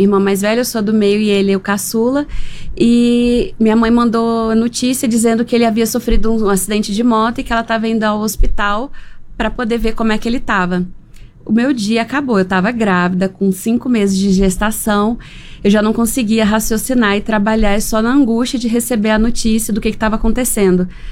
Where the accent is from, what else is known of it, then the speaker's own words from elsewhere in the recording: Brasília, Federal District, Brazil; now in Belo Horizonte, Brazil; porque eu sou de Brasília e eu estava aqui em Belo Horizonte e eu tive que sair do trabalho, pegar um avião e ir para Brasília.